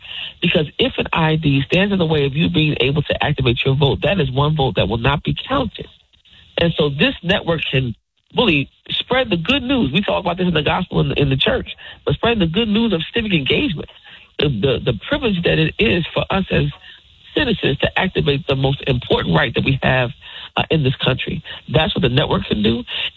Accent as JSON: {"language": "English", "region": "New Jersey", "country": "United States", "tie": "born there", "said": "I grew up in, I was born in New Jersey. I live in another state"}